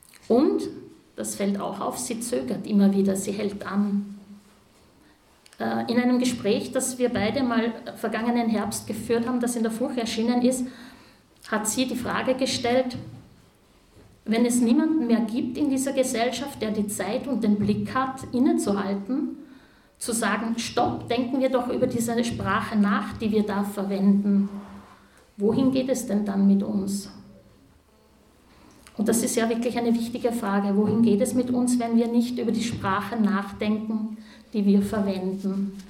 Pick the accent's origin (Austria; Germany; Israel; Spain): Austria; Upper Austria; Ich bin Oberösterreicherin, muss mich entschuldigen, dass ich weder das Steirische richtig kann, noch das Niederösterreichische.